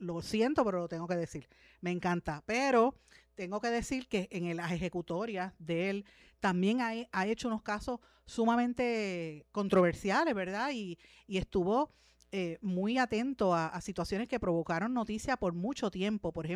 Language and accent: Spanish; Guaynabo, Puerto Rico; a quien conozco desde niño porque soy de Guaynabo, lo conozco de toda la vida